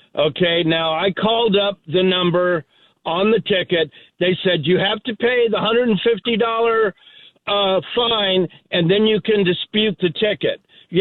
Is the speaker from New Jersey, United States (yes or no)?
no; Long Beach, California, United States; I'll see you guys on the 6th of February in my hometown of Long Beach.